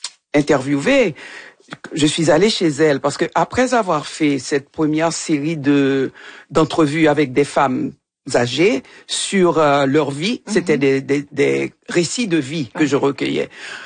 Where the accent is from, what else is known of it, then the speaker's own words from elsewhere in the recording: Haiti; moved away; Ça fait longtemps que j'ai quitté Haïti.